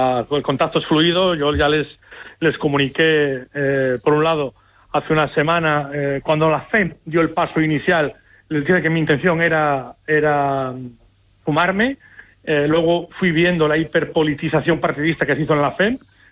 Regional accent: Valdés, Asturias, Spain; Los valdesanos, yo creo que destacamos por ser gente bastante tranquila y pausada

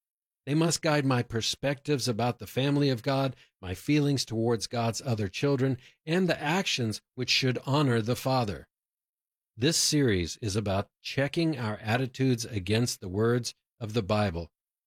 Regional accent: United States; I'm an American Jew

